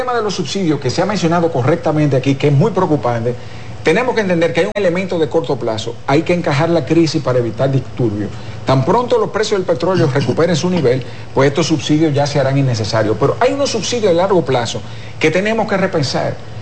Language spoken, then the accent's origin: Spanish; Dominican Republic; como diplomático, como dominicano y como economista que soy